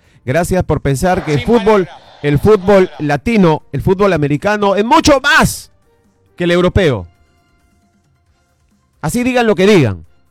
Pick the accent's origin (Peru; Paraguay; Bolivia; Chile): Peru